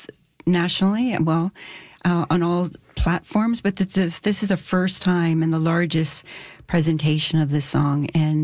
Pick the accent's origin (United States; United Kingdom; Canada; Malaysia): Canada; Alberta; we're from Alberta, Michelle and I am from Alberta, but my family's in this specific region, Musqueam-Tsleil-Waututh Cree Nation. Around Saskatoon.